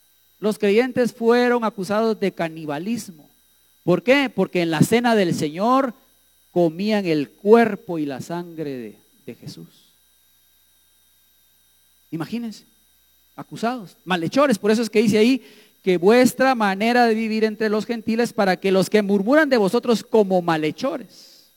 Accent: Guatemala

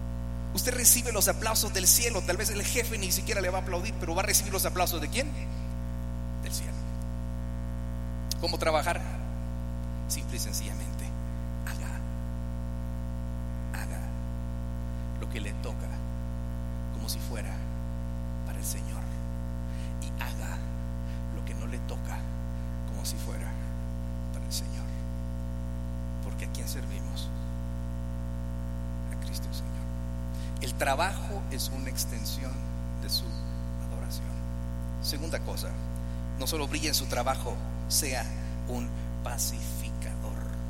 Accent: Guatemala; como decimos en Guate

